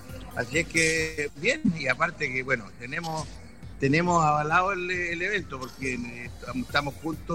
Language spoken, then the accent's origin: Spanish; Punta Arenas, Magallanes and Chilean Antarctica, Chile; soy magallánico